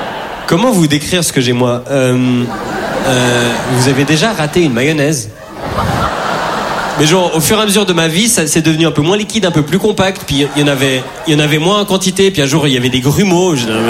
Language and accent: French; Switzerland; je suis suisse